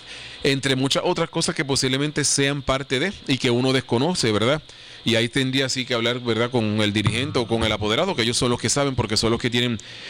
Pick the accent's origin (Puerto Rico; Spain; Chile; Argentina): Puerto Rico; San Germán; Y somos aquí originarios de San Germán